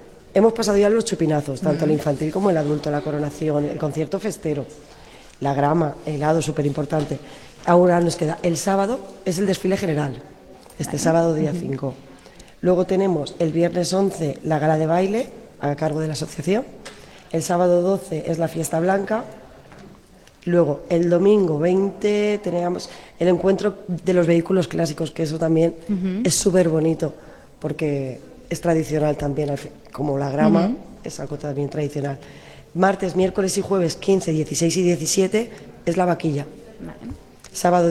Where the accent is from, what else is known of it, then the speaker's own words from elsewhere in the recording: El Campello, Valencian Community, Spain; moved away as an adult; Yo en realidad soy de Campello y me vine aquí a vivir hace 13 años